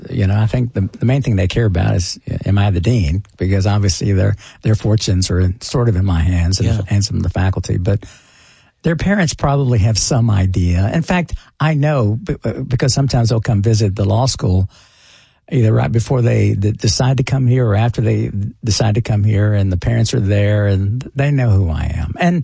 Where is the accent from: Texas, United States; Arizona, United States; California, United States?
Texas, United States; Houston; moved away as an adult; also born or lived in Austin / Washington, D.C.; now in Nashville, United States; It's small. Grew up in Houston, and we lived in Austin for a lump and Washington, D.C. for some period of time.